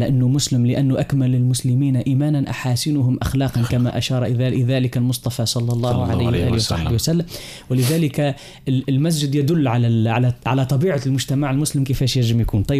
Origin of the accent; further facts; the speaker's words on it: Tunisia; وعلى بلادنا تونس الحبيبة إلى قلوبنا